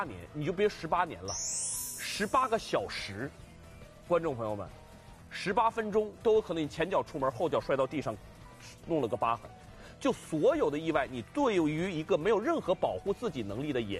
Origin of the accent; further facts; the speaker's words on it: northern China, China; 反正我自己作为北方人